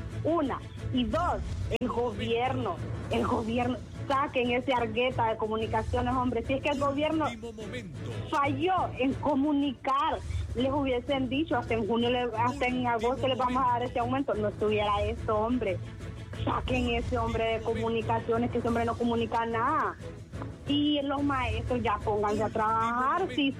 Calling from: La Paz, Honduras; Le hablo de La Paz.

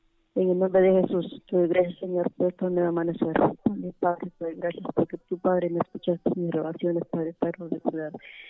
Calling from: San Pedrito, Honduras; De San Pedrito

